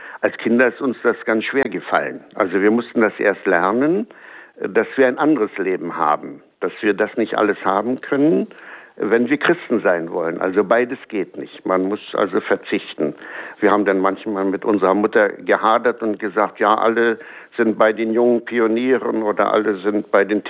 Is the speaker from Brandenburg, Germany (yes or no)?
yes; Herzfelde, Brandenburg, Germany; Also wir hatten bei uns in Herzfelde, wir hatten einen ganz guten Priester, der hat mich immer erinnert an den Pfarrer von Ars, ganz arm, ganz demütig, ganz fromm. Und wir hatten Jugendstunde.